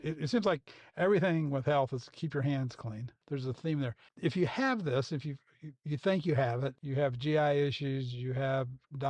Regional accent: Beckley, West Virginia, United States; I grew up in Beckley, and we used to drive by there on the way to Lewisburg before the interstate

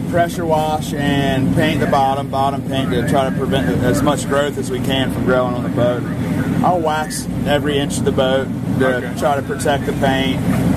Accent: Hatteras, North Carolina, United States; also born or lived in Wilmington; I grew up in Hatteras, born and raised. I went to school in Wilmington, North Carolina, and lived there for 5 years. But other than that, I lived right here on the island.

